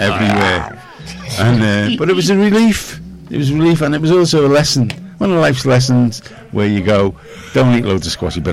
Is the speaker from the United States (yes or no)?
no; England, United Kingdom; I'm English.